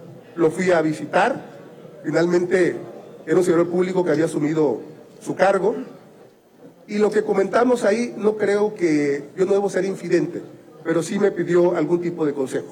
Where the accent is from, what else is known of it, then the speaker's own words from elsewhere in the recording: Badiraguato, Sinaloa, Mexico; soy de Badiraguato, somos muchas gentes de Badiraguato.